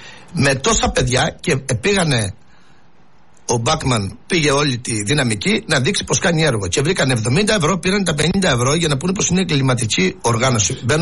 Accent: Greece; Εμένα ο τόπος μου και το χωριό μου είναι πρώτη σε πολυτεχνία στην Ελλάδα.

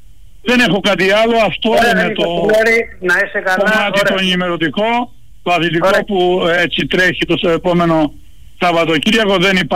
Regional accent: Patras, Western Greece, Greece; ως πατρινός δημοσιογράφος και απολογιστής

